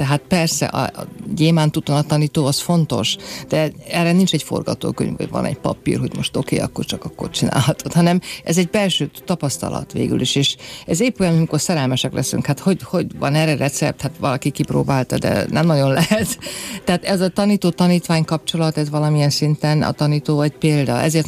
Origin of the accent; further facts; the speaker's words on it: Oradea, Bihor, Romania; now in Budapest, Hungary; én Erdélyből származott, nagyváradi lány vagyok